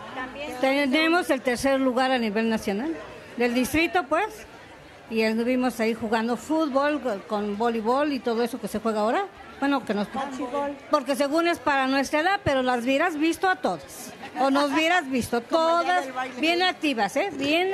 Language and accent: Spanish; Tepepan, Mexico City, Mexico; born there; De ahí de Tepepan, precisamente.